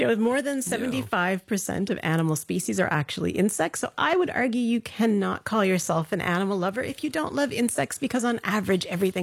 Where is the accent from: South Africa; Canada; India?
Canada; So I'm from Canada originally.